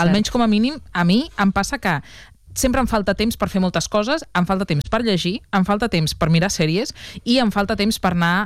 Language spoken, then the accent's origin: Catalan; Catalonia, Spain; nosaltres que som catalans i que tenim una llengua pròpia